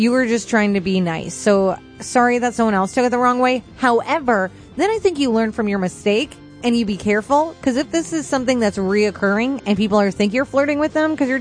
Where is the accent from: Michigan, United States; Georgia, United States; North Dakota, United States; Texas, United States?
North Dakota, United States; Fargo; I'm from Fargo, North Dakota. I think I'm 34 years old. I'm confused now. Yes, I am 34.